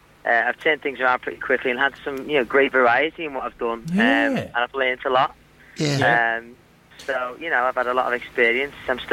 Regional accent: Liverpool, North West England, United Kingdom; now in London, United Kingdom; So I'm from Liverpool.

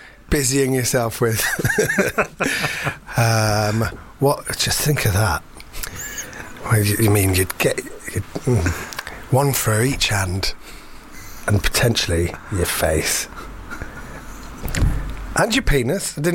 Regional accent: Finsbury Park, London, United Kingdom; also born or lived in St Albans; I didn't grow up in St Albans. I grew up in Finsbury Park, and then we moved to St Albans much later.

